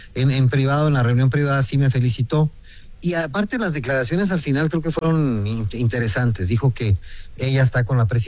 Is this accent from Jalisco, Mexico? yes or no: no; Ciudad Juárez, Chihuahua, Mexico; born there; yo nací en Ciudad Juárez hace 57 años.